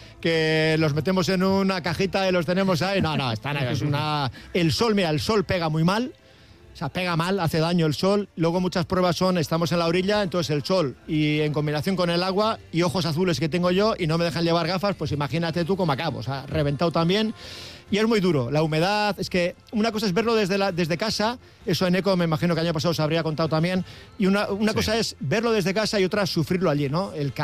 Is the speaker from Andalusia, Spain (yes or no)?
no; Navarre, Spain; Osasuna porque soy navarro